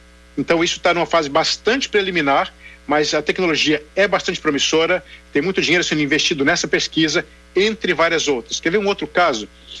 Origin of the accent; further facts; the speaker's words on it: Brasília, Federal District, Brazil; now in United States; Sabe que eu sou de Brasília, eu sou matemático pela Universidade de Brasília, uma ótima universidade